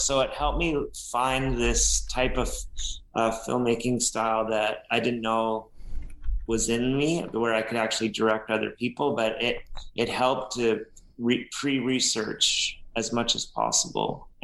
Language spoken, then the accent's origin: English; Canada; I'll tell people I'm from Canada